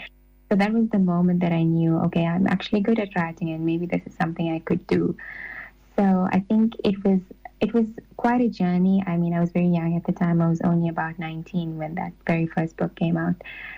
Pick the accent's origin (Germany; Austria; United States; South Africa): South Africa; It's something that we as Indian South African Muslims, we use in our everyday life.